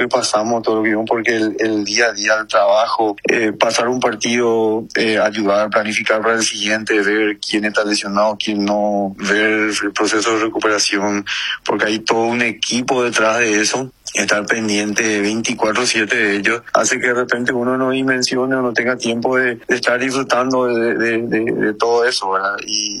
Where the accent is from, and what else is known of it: Paraguay